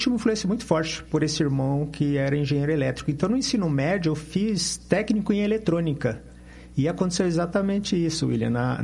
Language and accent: Portuguese; Maringá, Paraná, Brazil; born there; Eu nasci em Maringá, Pé Vermelho